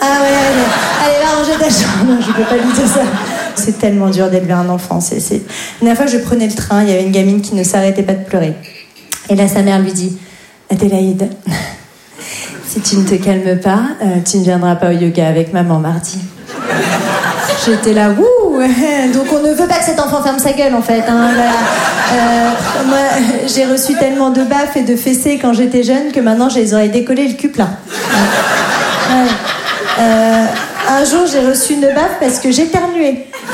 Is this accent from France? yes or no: yes; Grand Est, France; born or raised there